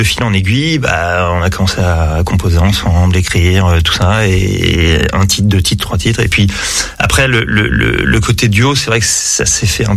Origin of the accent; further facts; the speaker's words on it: Deauville, Normandy, France; born there; now in Paris, France; Je suis né à Deauville. J'ai fait mes études en Normandie et après le sport, je suis arrivé assez tôt à Paris